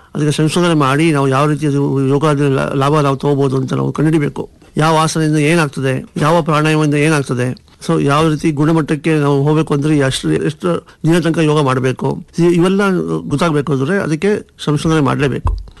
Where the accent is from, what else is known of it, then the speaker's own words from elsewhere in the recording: Bengaluru, Karnataka, India; ಮೂಲತಃ ನಾನು ಬೆಂಗಳೂರವನು.